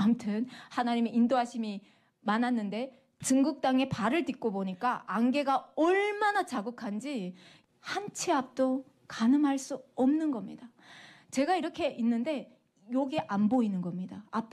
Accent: North Korea; 살려주시오. 우리 조선에서 왔습니다. 살려주시오.

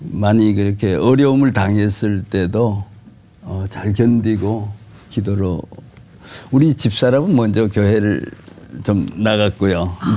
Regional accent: Taebaek, Gangwon, South Korea; born or raised there; moved away as an adult; also born or lived in Seoul

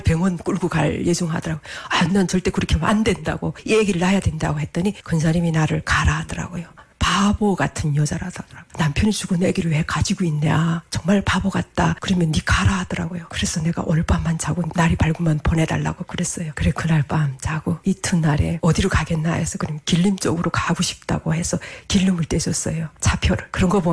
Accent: North Korea; now in South Korea; 나는 갈 데가 없다고. 나는 조선에서 왔다고 하니까 깜짝 놀라는 거죠.

